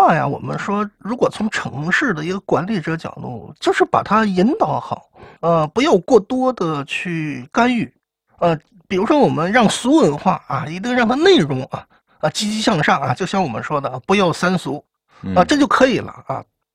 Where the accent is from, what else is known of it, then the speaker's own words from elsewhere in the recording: China; 我们中国人